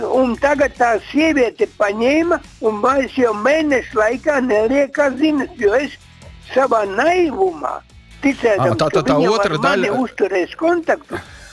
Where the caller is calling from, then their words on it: Ogre, Ogre Municipality, Latvia; Es pats esmu ogrēnietis, dzīvoju ogrē.